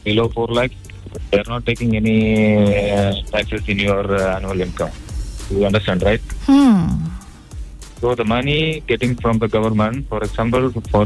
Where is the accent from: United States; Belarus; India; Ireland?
India; Tamil Nadu; I'm from Tamil Nadu.